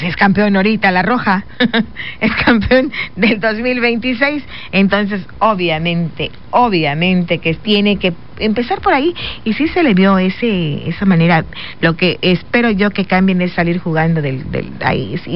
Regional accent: Mexico

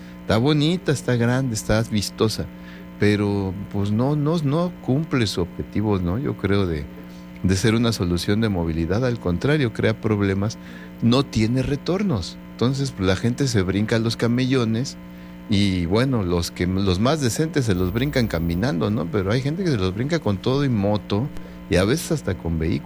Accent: Mexico; así somos los mexicanos

